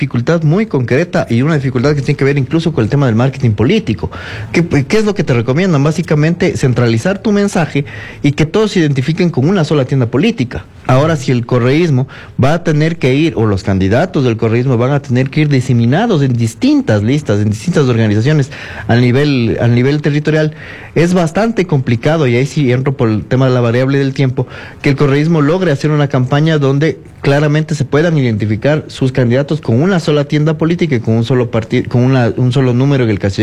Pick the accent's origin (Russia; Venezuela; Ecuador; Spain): Ecuador; el Ecuador, al no haber atravesado dictaduras del carácter como la chilena o la argentina o la paraguaya, no valoramos un poco el tema de las libertades políticas y de las libertades individuales